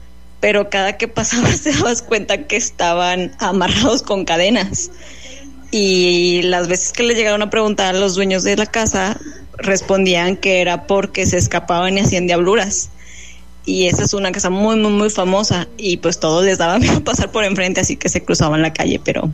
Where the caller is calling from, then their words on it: Comarca Lagunera, Mexico; historia de donde yo vengo, que es de La Laguna